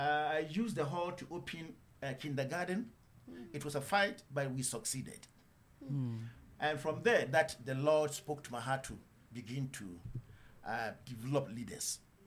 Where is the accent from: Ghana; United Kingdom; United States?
Ghana; Nyakrom, Central Region; also born or lived in Abodom; Yes, I'm a Ghanaian, born in Ghana.